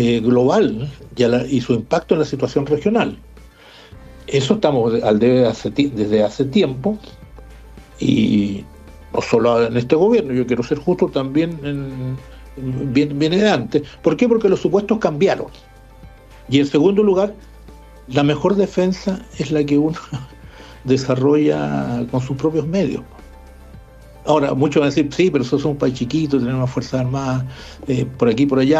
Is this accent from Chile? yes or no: yes; Chile